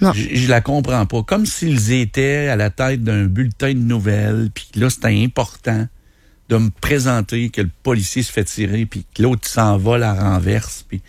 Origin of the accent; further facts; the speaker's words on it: Canada; Moi, je suis pas un Québécois péquiste, je suis un Canadien.